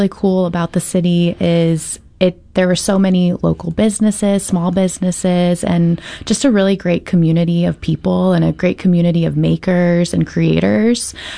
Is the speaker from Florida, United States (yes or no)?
yes; Apopka, Florida, United States; now in St. Louis, United States; We grew up on Golden Gem Road in Apopka, Florida, and, you know, amongst the orange groves. We had a really fun childhood out there, and it was kind of out in the country.